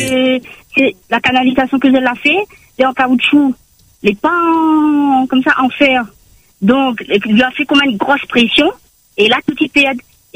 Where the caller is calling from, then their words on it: Le Tampon, Réunion; j'habite au Tampon.